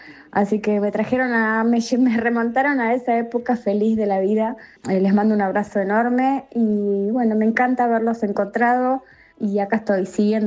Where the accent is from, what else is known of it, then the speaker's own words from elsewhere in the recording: Caseros, Buenos Aires Province, Argentina; Les cuento que … estoy trabajando en Villa Luro, soy de Caseros.